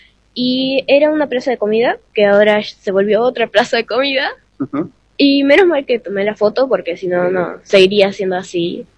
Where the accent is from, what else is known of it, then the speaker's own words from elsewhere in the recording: Paso de los Toros, Tacuarembó, Uruguay; soy de Paso de los Toros.